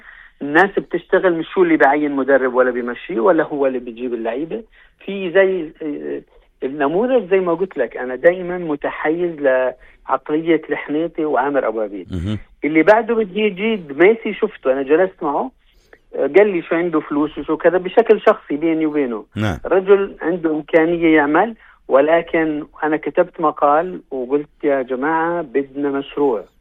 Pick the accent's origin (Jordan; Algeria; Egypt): Jordan; إحنا مع أن الحل الوحيد اللي بين إيدينا كأردنيين،